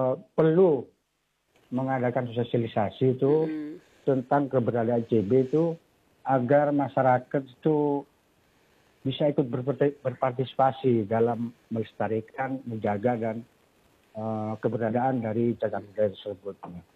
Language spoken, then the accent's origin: Indonesian; Sumenep, East Java, Indonesia; kalau dari mana, dari Sumenep.